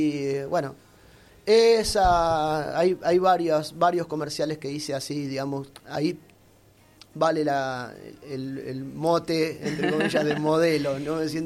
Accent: San Martín, Buenos Aires Province, Argentina; Yo soy de San Martín.

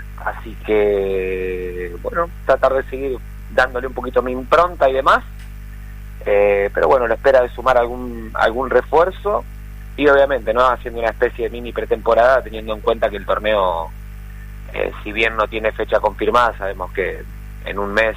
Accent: Villa Regina, Río Negro, Argentina; yo soy de Regina.

